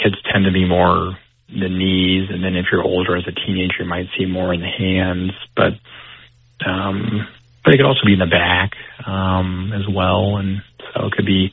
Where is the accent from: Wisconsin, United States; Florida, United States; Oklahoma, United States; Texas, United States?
Wisconsin, United States; Sheboygan; So, my roots, I'm from Sheboygan, so this is, you know, home in northeast Wisconsin.